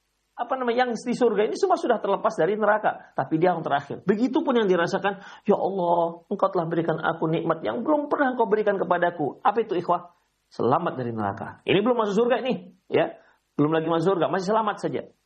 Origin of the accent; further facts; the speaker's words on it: West Sumatra, Indonesia; mereka bahasa kalau bahasa kami orang Minang terperangah gitu